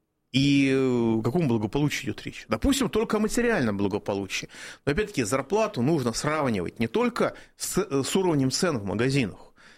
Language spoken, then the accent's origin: Russian; Moscow, Russia; Ну, как бы я москвич, но я очень много езжу по Московской области